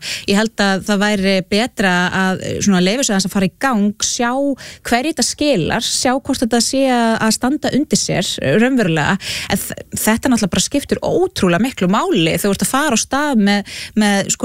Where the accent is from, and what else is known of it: Flúðir, Southern Region, Iceland; born or raised there